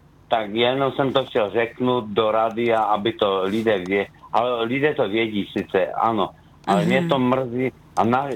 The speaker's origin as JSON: {"language": "Czech", "town": "Skotnice", "region": "Moravian-Silesian Region", "country": "Czechia", "said": "Že jsem ze Skotnice"}